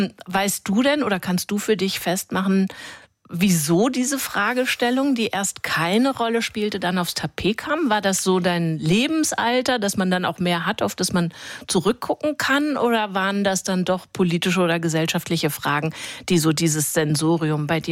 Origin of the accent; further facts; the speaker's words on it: Hesse, Germany; accent: Hessian; moved away as an adult; now in Berlin, Germany; Ich bin aus Hessen, 1973 dort zur Welt gekommen und zum Studium mit dem großen Track in den 90er Jahren nach Berlin.